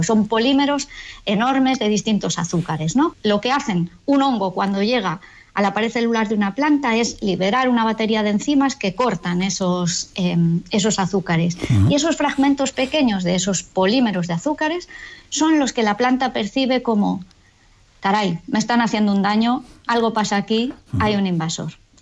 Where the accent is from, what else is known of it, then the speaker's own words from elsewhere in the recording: Galicia, Spain; Bueno, pues porque yo soy gallega y cuando me vine a Galicia a la misión biológica